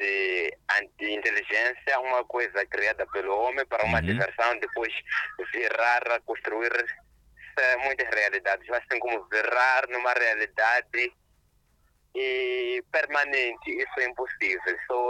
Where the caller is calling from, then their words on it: Matola, Maputo, Mozambique; Falo de Matola